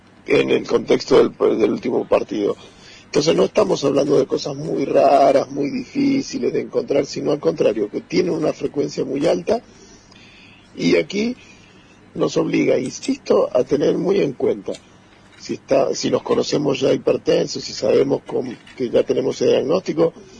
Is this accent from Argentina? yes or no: yes; Argentina; nosotros como argentinos